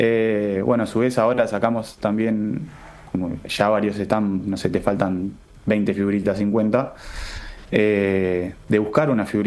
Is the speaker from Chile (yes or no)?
no; Uruguay